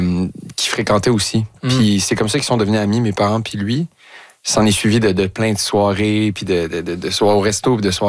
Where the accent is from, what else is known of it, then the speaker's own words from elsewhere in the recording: Longueuil, Quebec, Canada; Moi, j'ai grandi dans le Vieux-Longueuil